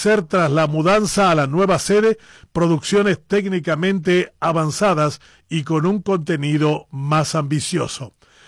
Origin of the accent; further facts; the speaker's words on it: Paraguay; sino como una reafirmación de nuestra identidad como paraguayos.